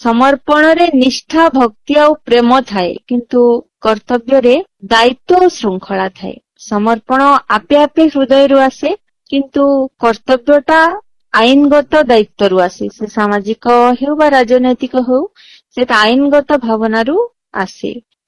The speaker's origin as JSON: {"language": "Odia", "town": "Balangir", "region": "Odisha", "country": "India", "said": "ନମସ୍କାର, ମୁଁ ବଲାଙ୍ଗୀରରୁ"}